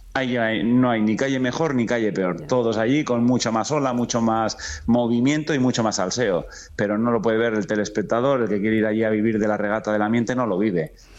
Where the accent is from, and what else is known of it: Basque Country, Spain; born there